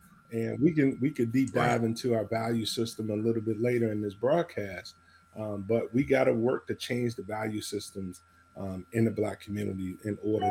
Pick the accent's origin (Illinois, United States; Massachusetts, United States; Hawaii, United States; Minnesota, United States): Illinois, United States; Chicago; born or raised there; also born or lived in Gary, Indiana